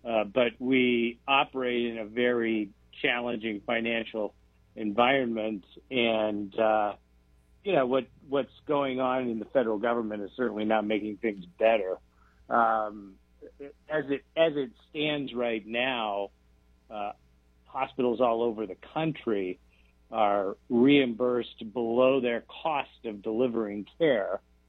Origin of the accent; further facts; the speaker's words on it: United States; being an American and having this, you know, incredible privilege to live in this country.